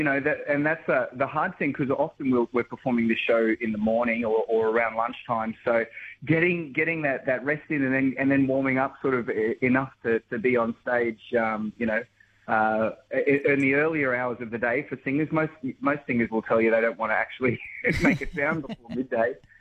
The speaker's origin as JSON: {"language": "English", "town": "Townsville", "region": "Queensland", "country": "Australia", "tie": "born or raised there", "also_born_or_lived": "Ipswich", "said": "I grew up in Townsville, which I guess is regional. I was born in Ipswich and grew up in Townsville, so my mates always tell me that I moved to Ipswich by the sea"}